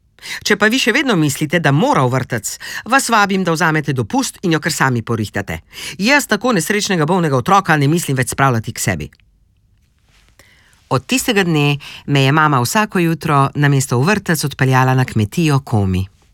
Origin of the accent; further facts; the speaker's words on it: Jurovski Dol, Drava, Slovenia; now in Berlin, Germany; prevzela od svoje mame, je stala 1000 kilometrov južneje od mojega doma v Berlinu, v Jurovskem dolu, v mojem rojstnem kraju.